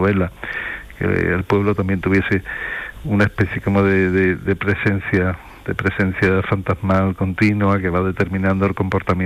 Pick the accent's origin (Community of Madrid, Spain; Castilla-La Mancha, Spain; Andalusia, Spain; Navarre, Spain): Andalusia, Spain; Rota; mi pueblo sí fue muy determinante para mí durante la adolescencia, porque era un pueblo anómalo, por la presencia norteamericana